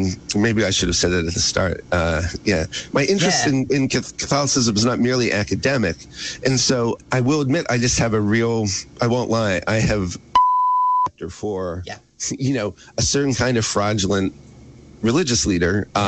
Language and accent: English; Pennsylvania, United States; I grew up in central Pennsylvania in a fundamentalist Baptist church.